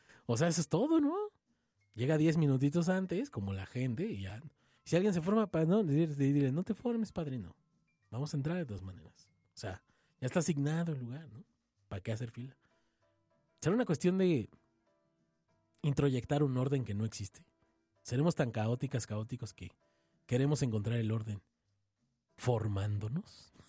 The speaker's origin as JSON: {"language": "Spanish", "country": "Mexico"}